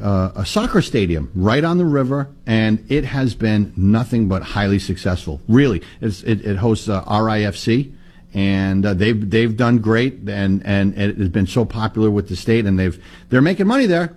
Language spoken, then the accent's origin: English; Woonsocket, Rhode Island, United States; I am in the north part of Rhode Island. I represent my hometown city of Woonsocket, Rhode Island, and a small piece of North Smithfield.